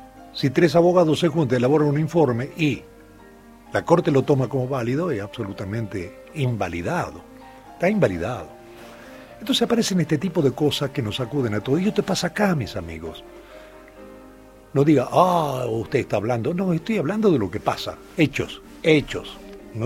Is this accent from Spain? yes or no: no; Argentina; Soy argentino.